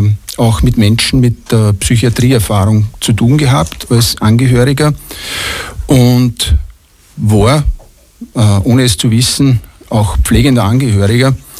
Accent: Klosterneuburg, Lower Austria, Austria; Ich bin multimedialer Künstler aus Niederösterreich, Bezirk Tulln, geboren in Klosterneuburg

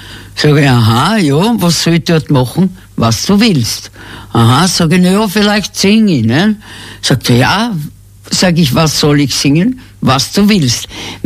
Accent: Cologne, North Rhine-Westphalia, Germany; now in Vienna, Austria; Ich war Kölnerin eigentlich

